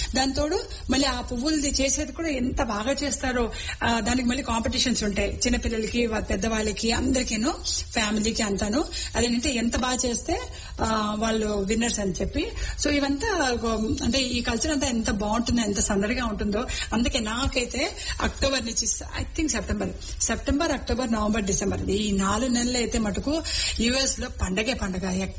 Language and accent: Telugu; Andhra Pradesh, India; now in United States; నేను ఆంధ్రాలో పుట్టి పెరిగాను.